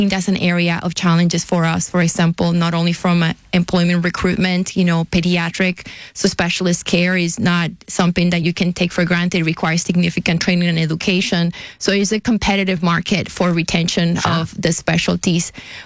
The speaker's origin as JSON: {"language": "English", "town": "Carolina", "country": "Puerto Rico", "tie": "born or raised there", "said": "But yes, I'm reminded constantly that I have an accent. And I am from Puerto Rico. And the way I usually introduce myself is I am from the same land of Roberto Clemente."}